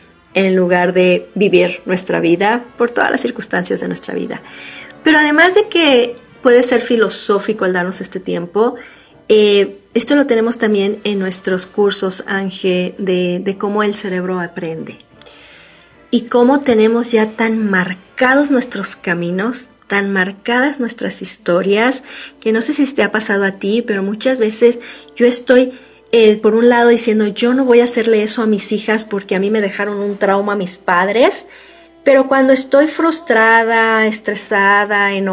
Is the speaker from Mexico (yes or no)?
yes; Mexico; now in Colorado, United States; aquí en Colorado, la mayoría de los hispanos que estamos inmigrantes venimos de México